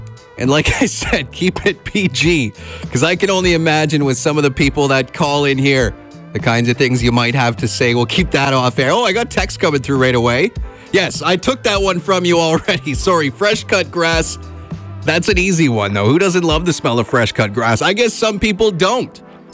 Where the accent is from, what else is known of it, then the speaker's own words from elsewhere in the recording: Ontario, Canada; growing up in Northern Ontario